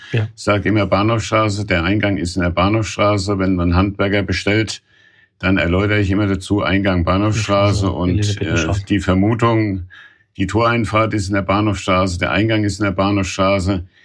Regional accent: Raunheim, Hesse, Germany; Alt-Raunheimer, ich bin in Raunheim nicht nur aufgewachsen.

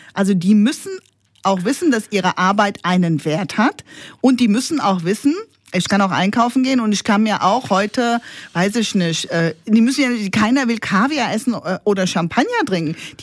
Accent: Flörsheim am Main, Hesse, Germany; ich komme ja aus Flörsheim ursprünglich

